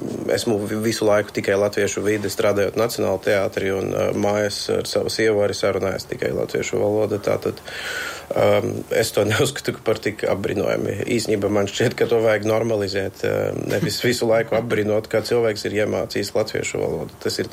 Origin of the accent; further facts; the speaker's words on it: Plovdiv, Plovdiv Province, Bulgaria; esmu dzimis Bulgārija, Plovdiva 92. gadā. Man mamma ir bulgārieti, tēvs man ir no Skotijas, no Lielbritānijas. Bērnību pavadīju diezgan daudz vietas, bet tomēr ilgāku posmu pavadīju Bulgārija.